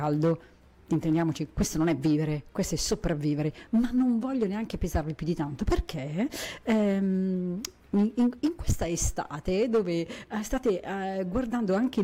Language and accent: Italian; northern Italy, Italy; moved away; dalle mie parti, quindi al nord